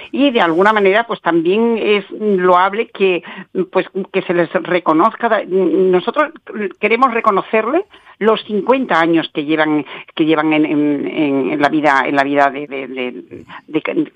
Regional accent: Andalusia, Spain; now in Catalonia, Spain; yo me siento tan catalana como andaluza, pero evidentemente yo soy de Andalucía, no lo voy a renegar nunca

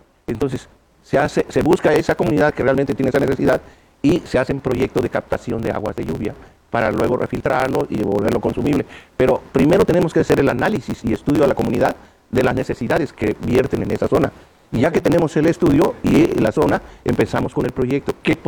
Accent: Chiapa de Corzo, Chiapas, Mexico; en mi club, que es el Chiapa de Corzo, de donde yo vengo.

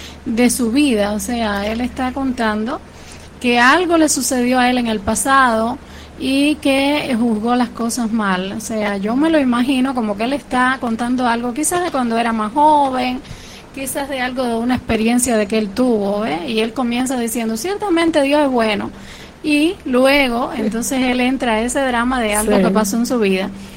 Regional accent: Cuba; moved away as an adult; also born or lived in Havana; Yo para aquel entonces creo que tendría 20 años y estaba en Cuba, en mi país.

